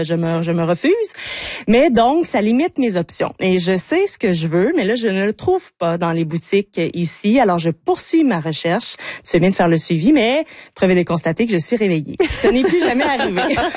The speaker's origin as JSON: {"language": "French", "region": "Quebec", "country": "Canada", "said": "pour la Journée nationale des Patriotes chez nous au Québec, mais dans les autres provinces, on souligne plutôt la fête de la Reine."}